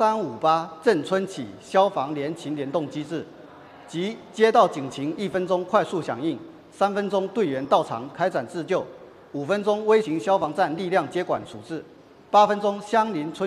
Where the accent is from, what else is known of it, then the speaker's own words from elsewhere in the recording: Chendai, Fujian, China; 作为土生土长的陈代人，我其实感觉因为这次火灾，我自己也身负一份责任。